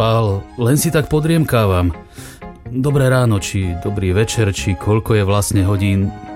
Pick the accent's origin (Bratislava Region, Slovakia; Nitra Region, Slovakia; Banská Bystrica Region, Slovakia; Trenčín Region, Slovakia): Banská Bystrica Region, Slovakia; Náhodou, veď som chlapec z Hore Hronia. Od malička som si to chcel vyskúšať.